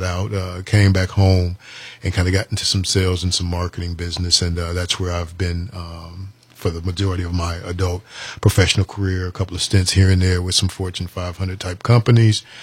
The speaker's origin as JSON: {"language": "English", "town": "Detroit", "region": "Michigan", "country": "United States", "tie": "born or raised there", "also_born_or_lived": "Ormond Beach, Florida", "moved": "as an adult", "lives_now": "Palm Coast, United States", "said": "Proud son of Detroit, Michigan, born and raised, spent my formative years there, served in the United States military, U.S. Army"}